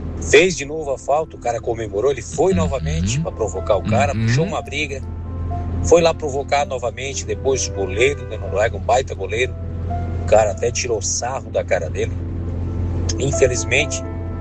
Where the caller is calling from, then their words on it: Tubarão, Santa Catarina, Brazil; aqui de Tubarão